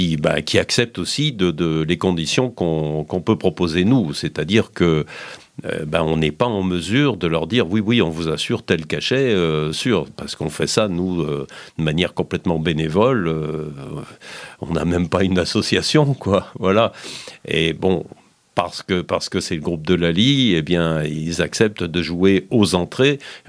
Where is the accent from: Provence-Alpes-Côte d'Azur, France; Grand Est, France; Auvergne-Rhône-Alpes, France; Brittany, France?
Auvergne-Rhône-Alpes, France; Die; moi j'ai quand même donc vécu toute mon enfance à Die, où j'ai quand même fait beaucoup de musique à Die, à la MJC